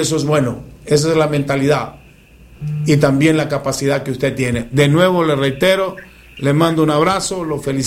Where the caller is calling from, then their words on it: Honduras; acá en la zona central del país, en nuestro departamento